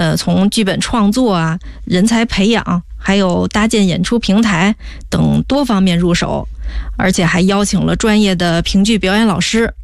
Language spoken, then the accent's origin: Chinese; Yongledian, Beijing, China; 我的家乡永乐店